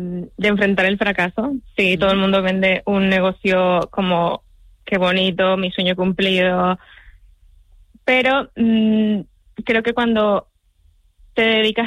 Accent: El Salvador; now in Lanzarote, Spain; Yo soy de El Salvador, Centroamérica.

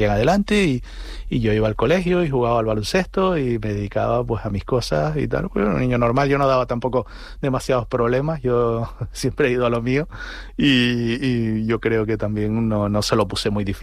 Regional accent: Santa Cruz de Tenerife, Canary Islands, Spain; moved away as an adult; now in South of Tenerife, Spain; Yo soy de Santa Cruz, realmente, ¿no? Y lo que pasa es que yo me fui al sur porque me gustaba muchísimo el sur y me gustaba la vida del sur y porque además conocí allá a mi mujer en el año 93 y ya me quedé en el sur, ¿no? Ya llevo más años

